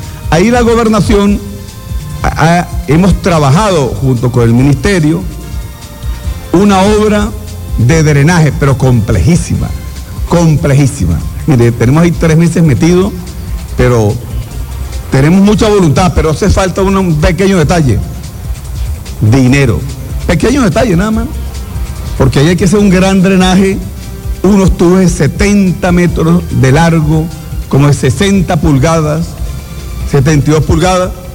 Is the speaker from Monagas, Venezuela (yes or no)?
no; Táchira, Venezuela; esos son parte de nuestro dialecto aquí, de los pingos de aquí de Táchira, pues.